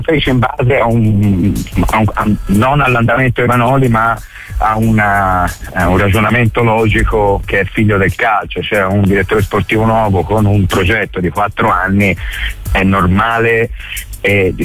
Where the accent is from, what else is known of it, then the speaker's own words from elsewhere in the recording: Florence, Tuscany, Italy; siamo fiorentini